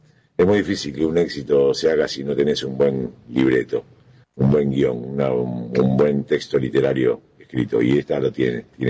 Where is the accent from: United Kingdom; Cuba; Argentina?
Argentina; Rosario, Santa Fe; moved away as an adult; Y es mi ciudad natal, viví mis primeros 17 años de vida, después, bueno, vine con una frecuencia alta, con alta frecuencia vine, pues estaba mi madre y mi padre acá